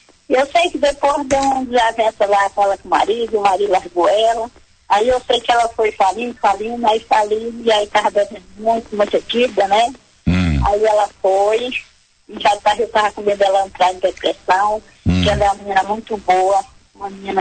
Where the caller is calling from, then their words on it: Mucajaí, Roraima, Brazil; Eu falo aqui de Roraima, município do Mucajaí.